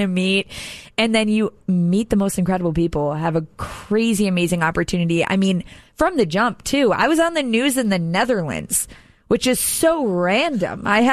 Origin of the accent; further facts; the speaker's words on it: Chicago, Illinois, United States; Chicago. Yeah.